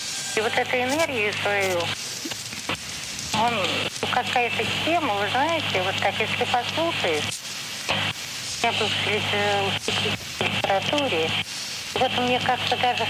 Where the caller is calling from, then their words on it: Moscow, Russia; Здорово, я из Москвы.